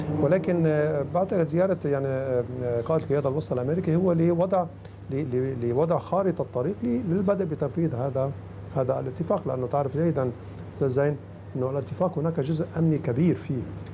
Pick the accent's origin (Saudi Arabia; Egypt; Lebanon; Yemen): Lebanon; أنا كلبناني